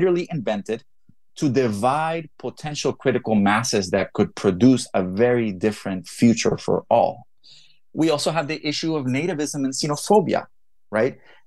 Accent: Puerto Rico; I myself, I'm not Afro-Latino. I'm from Puerto Rico. I'm very much Latino.

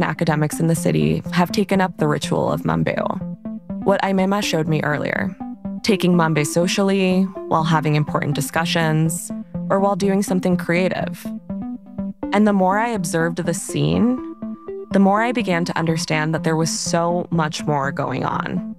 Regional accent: Florida, United States; Growing up in the Colombian diaspora in the U.S., I heard my fair share of cocaine-related stereotypes and bad jokes. A middle school social studies teacher in Florida used bullets and cocaine as a mnemonic device to teach Colombia's capital.

